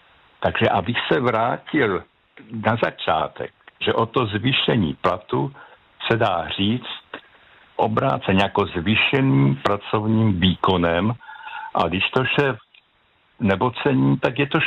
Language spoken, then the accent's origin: Czech; Central Bohemian Region, Czechia; jsem ze Středočeského kraje.